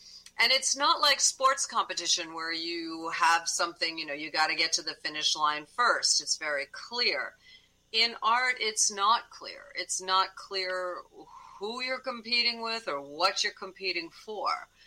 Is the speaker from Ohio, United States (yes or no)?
no; New York, United States; also born or lived in California; Well, I grew up in New York and went to Rhode Island School of Design, moved out to California and went to graduate school.